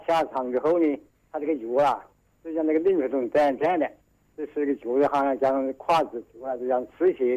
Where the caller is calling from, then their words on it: Xiaogan, Hubei, China; 我是孝感，孝镇。